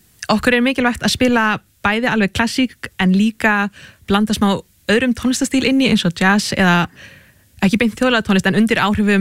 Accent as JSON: {"language": "Icelandic", "town": "Kollafjörður", "region": "Capital Region", "country": "Iceland", "tie": "born or raised there", "said": "ég náttúrulega elst upp þarna í Kollafirði sem ekkert langt frá Gljúfrasteini"}